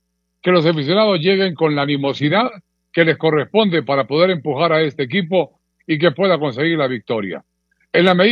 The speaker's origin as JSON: {"language": "Spanish", "country": "Honduras", "said": "es la gran oportunidad que tenemos como hondureños"}